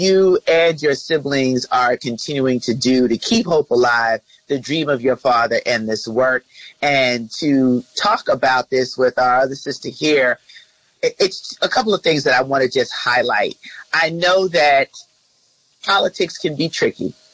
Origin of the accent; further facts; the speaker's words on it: New York, United States; I'm from New York, so I know Chuck.